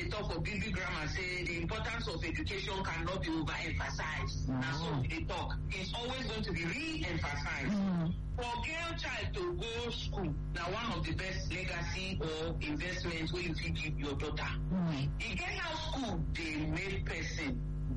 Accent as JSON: {"language": "English", "region": "Benue", "country": "Nigeria", "said": "I come from Benue. I am married and I have two children."}